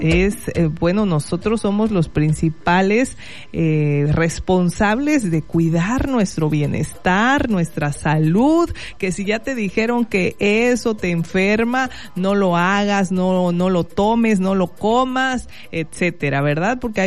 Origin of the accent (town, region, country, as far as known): Mexico